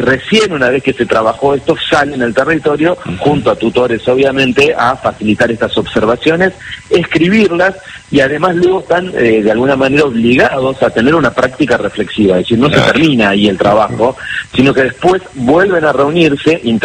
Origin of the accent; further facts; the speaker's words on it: Buenos Aires Province, Argentina; moved away; Yo nací en Capital, viví siempre en el conurbano bonaerense